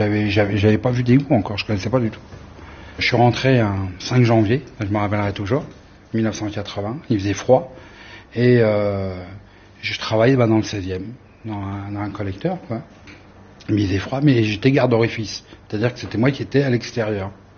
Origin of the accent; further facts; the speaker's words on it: Ménilmontant, Île-de-France, France; Je sais que j'étais de Ménilmontant. Et je savais même pas qu'il y avait des gars de Ménilmontant qui travaillaient aux égouts, quoi.